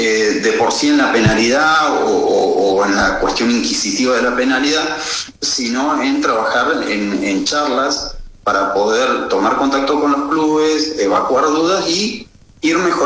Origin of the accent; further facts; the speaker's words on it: Zapala, Neuquén, Argentina; Bueno, yo vengo de Zapala, soy juez de paz suplente desde hace ya un tiempito